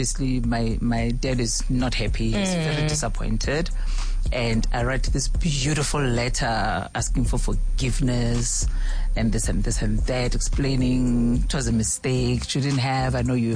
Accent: Seshego, Limpopo, South Africa; We lived in those four-room houses first. And there was a point where I went to live with my grandparents in Seshego, not far from my house

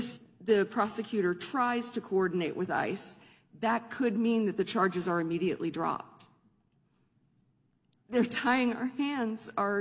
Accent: Phoenix, Arizona, United States; born there

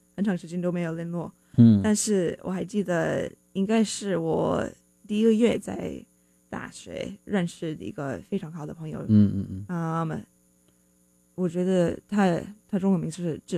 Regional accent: California, United States; Chinese is a second language; 我就是因为在南加州出生长大，在那边有很多外国人，很多。从墨西哥来的人，或是很多亚洲人来，所以我在那边就算是，可以说少数民族

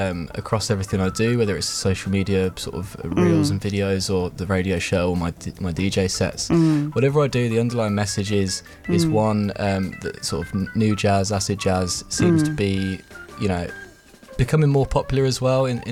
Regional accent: Northampton, East Midlands, United Kingdom; From Northampton, the fine Northampton in England. So it's about an hour north of London.

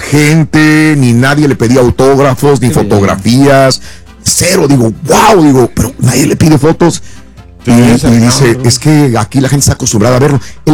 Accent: Matamoros, Tamaulipas, Mexico; moved away; cuando yo me vine de Matamoros, era de las colonias más populares.

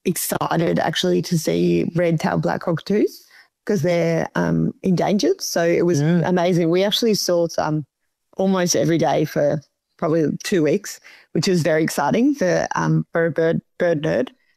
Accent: Victoria, Australia; We're from Victoria

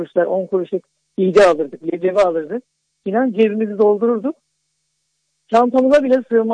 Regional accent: Ankara, Turkey; now in Antalya, Turkey; Benim çocuğum Ankara'da geçti. Bir mahallede geçti Ankara'da.

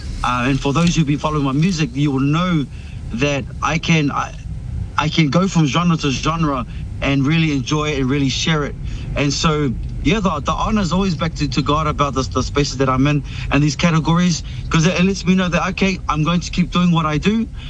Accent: Niue; born there; moved away; also born or lived in New Zealand; So growing up in Niue

